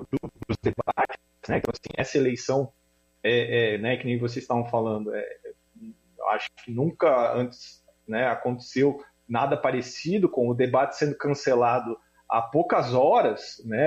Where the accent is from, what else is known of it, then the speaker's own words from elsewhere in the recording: Joinville, Santa Catarina, Brazil; born there; moved away; eu sou nascido de Joinville, assim como a Carol, né, a gente saiu de Joinville